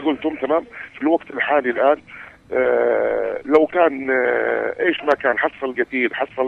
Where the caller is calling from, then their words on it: Al Mahrah, Yemen; من محافظة المهرة تابعكم.